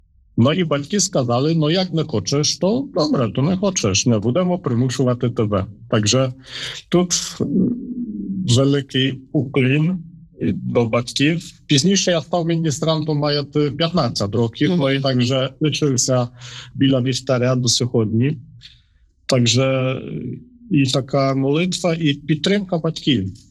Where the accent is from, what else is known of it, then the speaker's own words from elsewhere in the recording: Katowice, Silesian Voivodeship, Poland; moved away; Я з Катовіць. Катовіця – це моє рідне місто.